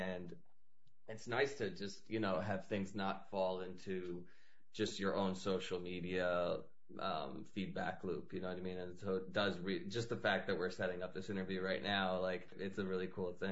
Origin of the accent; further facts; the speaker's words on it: Rhode Island, United States; also born or lived in Pakistan / New York; I was born in Pakistan, then my family moved to New York briefly for a few years, and then I basically grew up from a young age in Rhode Island.